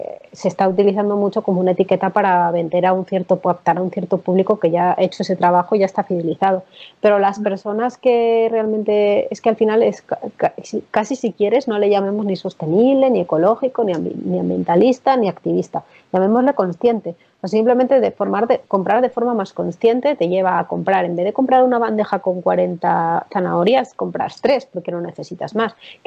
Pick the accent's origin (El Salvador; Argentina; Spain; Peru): Spain; Madrid, Community of Madrid; moved away as an adult; now in Berlin, Germany; Mira que nos gusta a los de Madrid hablar de nuestra ciudad, ¿eh? Somos muy, muy centralistas.